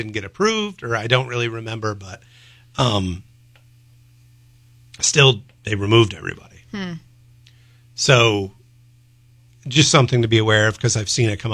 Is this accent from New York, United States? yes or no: yes; Halfmoon, New York, United States; near where I grew up in Half Moon